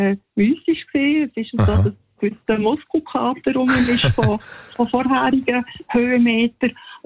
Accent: Lucerne, Switzerland; weil wir sind Luzerner und … sind Luzerner

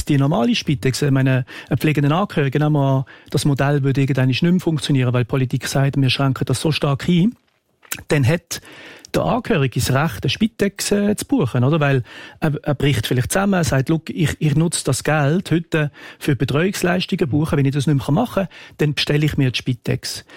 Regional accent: Switzerland; wir als Schweizer Bevölkerung

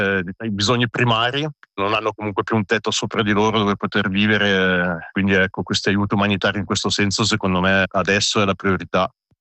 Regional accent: Ticino, Switzerland

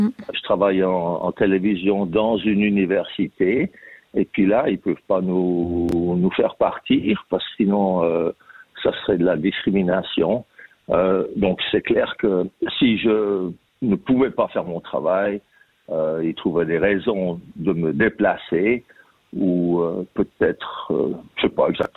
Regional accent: Crissier, Vaud, Switzerland; moved away as an adult; now in Brisbane, Australia; j'ai grandi à Lausanne, à Crissier. Puis je suis venu ici en Australie après avoir fait un tour du monde.

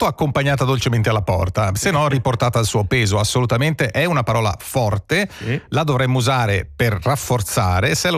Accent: Switzerland; in Svizzera, qui dalle nostre parti

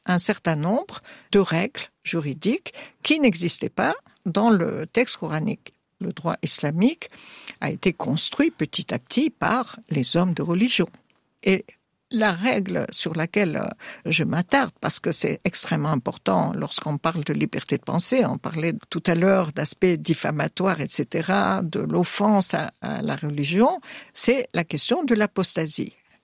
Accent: Tunisia; chez nous en Tunisie

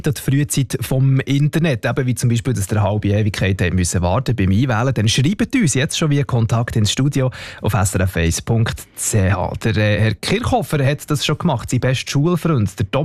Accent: Kaufdorf, Bern, Switzerland; ich bin in Kaufdorf aufgewachsen, im Gürbental, da ist man jetzt nicht so urban

